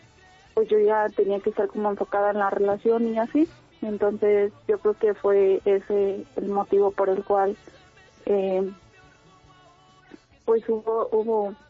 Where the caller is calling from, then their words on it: Atizapán de Zaragoza, State of Mexico, Mexico; En Atizapán.